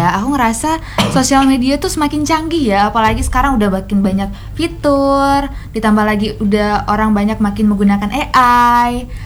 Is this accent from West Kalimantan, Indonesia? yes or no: yes; Ngabang, West Kalimantan, Indonesia; now in Pontianak, Indonesia; Kalau aku aslinya dari Ngabang, Landak.